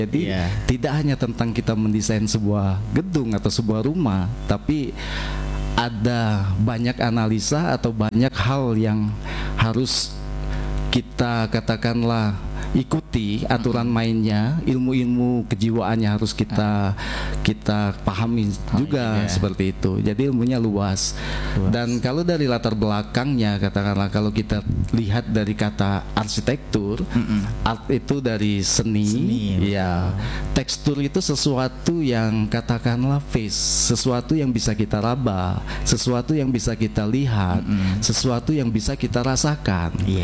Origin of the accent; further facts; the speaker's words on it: Sumatra, Indonesia; also born or lived in Yogyakarta; now in Lubuk Linggau, Indonesia; Saya asli Sumatera